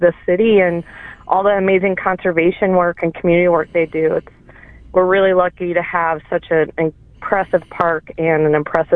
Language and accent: English; St. Louis, Missouri, United States; I'm a longtime Saint. I'm, born and raised in St. Louis.